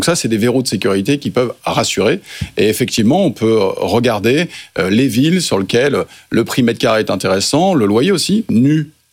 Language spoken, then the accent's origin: French; Caen, Normandy, France; born there; Et Caen, que je connais bien, c'est ma ville natale, ma ville préférée, forcément.